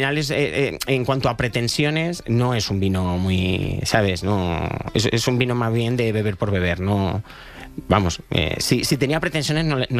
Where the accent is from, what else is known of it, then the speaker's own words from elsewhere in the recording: Leganés, Community of Madrid, Spain; yo que soy del Barça, entonces tampoco tengo, aunque he criado en Leganés